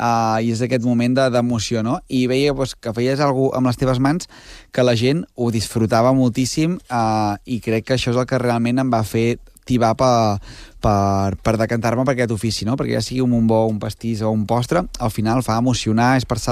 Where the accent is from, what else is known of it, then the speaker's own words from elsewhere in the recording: Santa Eulàlia de Riuprimer, Catalonia, Spain; Jo sóc de l'altra banda d'Osona, sóc de Santa Eulàlia, Riu Primer, que també a Muntanyola, per allà també.